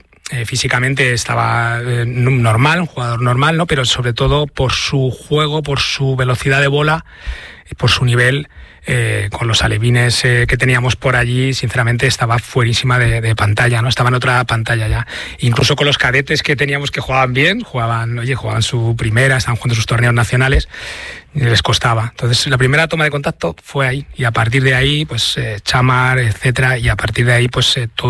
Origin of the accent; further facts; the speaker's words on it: Leganés, Community of Madrid, Spain; da la coincidencia que también soy de Leganés, entonces le conozco, soy de Leganés